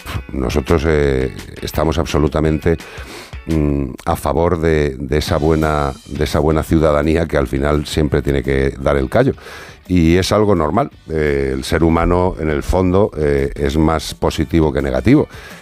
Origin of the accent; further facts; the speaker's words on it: Spain; soy español